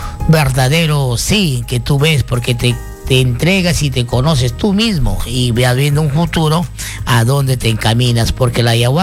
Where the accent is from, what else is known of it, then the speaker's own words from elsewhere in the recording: Loreto, Peru; en mi tierra, en Loreto.